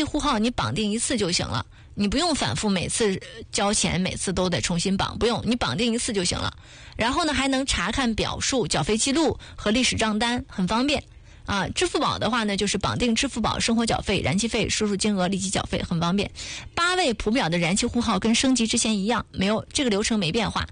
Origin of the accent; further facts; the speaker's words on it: Northeast China, China; accent: Northeastern dialect; 我们东北话讲你不能盘脑瓜子上面，